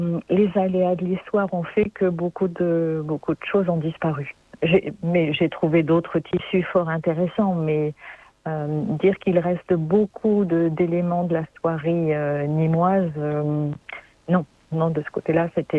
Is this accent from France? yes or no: yes; Normandy, France; moved away; je suis normande moi d'origine